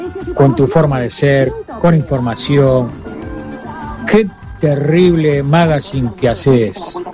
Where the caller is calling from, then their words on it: Buenos Aires, Argentina; vivo en el querido barrio de Villa Urquiza, en la ciudad autónoma de Buenos Aires.